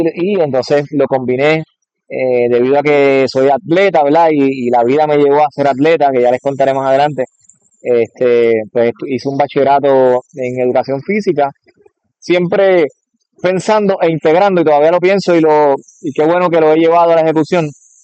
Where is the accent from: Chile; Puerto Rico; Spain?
Puerto Rico; Toa Alta; Creo que se me olvidó decir que soy de Toa Alta.